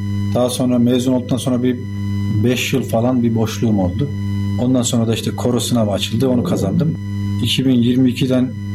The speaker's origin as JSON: {"language": "Turkish", "town": "Aksaray", "region": "Aksaray Province", "country": "Turkey", "tie": "born there", "moved": "as an adult", "lives_now": "Konya, Turkey", "said": "1993 yılında Aksaray'da doğdum. Çok hareketli bir çocuğum olmadı. Köydeydim."}